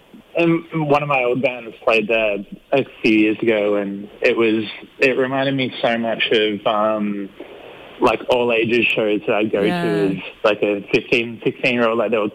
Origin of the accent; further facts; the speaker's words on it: New South Wales, Australia; I grew up in New South Wales.